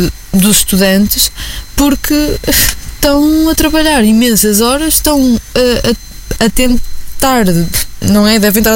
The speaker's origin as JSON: {"language": "Portuguese", "town": "Coimbra", "region": "Centro", "country": "Portugal", "tie": "born or raised there", "said": "nós aqui que crescemos aqui"}